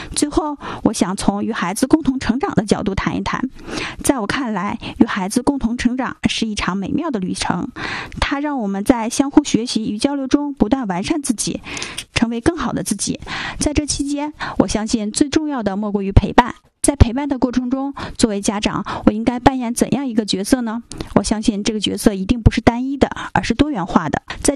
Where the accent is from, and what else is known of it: China